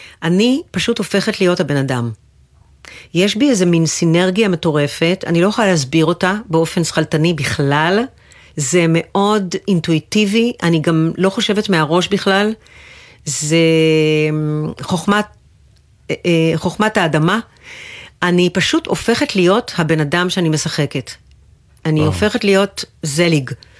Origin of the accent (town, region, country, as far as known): Menara, Northern District, Israel; born there